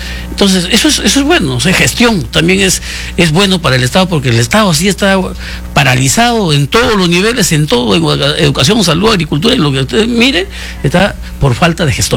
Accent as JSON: {"language": "Spanish", "town": "Huarmaca", "region": "Piura", "country": "Peru", "tie": "born or raised there", "said": "Yo vengo de una parte muy difícil, yo soy de Huarmaca, de la Sierra de Piura. Allá me formé como regidor de la Municipal de Centro Poblado"}